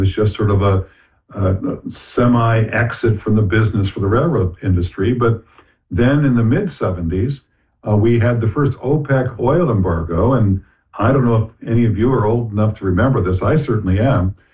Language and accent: English; Dayton, Ohio, United States; I'm an Ohio native. I was born in Dayton